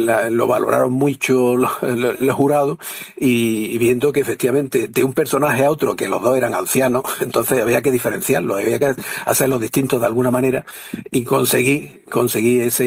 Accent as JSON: {"language": "Spanish", "town": "Granada", "region": "Andalusia", "country": "Spain", "tie": "born there", "said": "yo nací en Granada, pero yo cuando me preguntan de dónde eres, digo, yo nací en Granada, pero mi pueblo es Alhama. Y yo he vivido muchos años ahí, tengo muchísimas amistades y la verdad es que me enorgullece ser jameño, aunque sea adoptivo"}